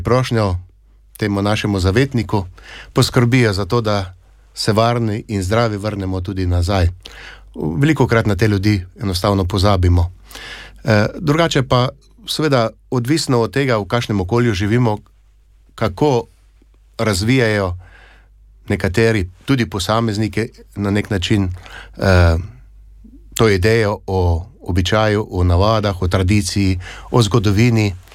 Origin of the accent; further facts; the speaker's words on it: Styria, Slovenia; Sam prihajam iz Štajerske